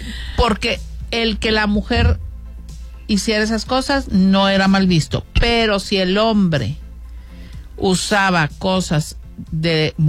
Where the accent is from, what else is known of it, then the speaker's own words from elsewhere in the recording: Mexico; siento que más como sociedad mexicana, todavía tenemos mucho que aprender en ese caminito.